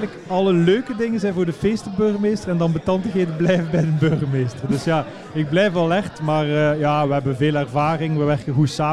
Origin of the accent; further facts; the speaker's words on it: Ghent, Flanders, Belgium; als Gentenaar